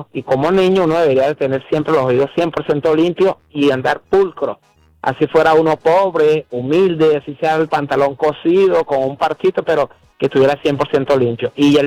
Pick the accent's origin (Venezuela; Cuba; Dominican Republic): Venezuela; moved away; yo soy de Venezuela.